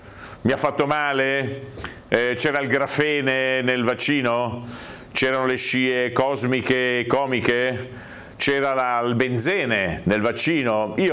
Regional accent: Albisola Superiore, Liguria, Italy; del mio paese, Albisola.

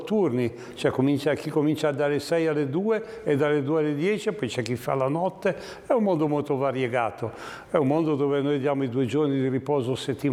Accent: Arenzano, Liguria, Italy; io sono di Arenzano

